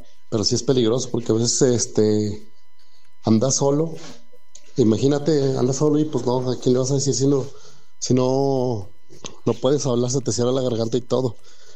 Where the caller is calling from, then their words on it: Calera, Zacatecas, Mexico; de Calera, Zacatecas.